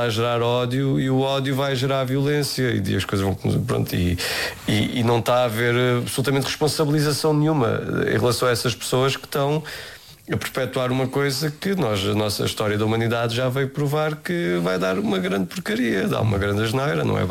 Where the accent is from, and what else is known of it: Entroncamento, Santarém, Portugal; born or raised there